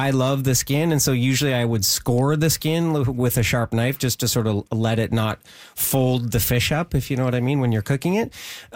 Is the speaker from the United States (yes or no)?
no; British Columbia, Canada; born there; BC Day started in 1974, the year after I was born in the Okanagan Valley.